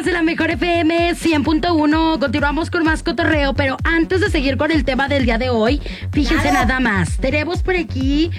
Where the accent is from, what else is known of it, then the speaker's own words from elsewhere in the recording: Altamira, Tamaulipas, Mexico; todos los que somos de Altamira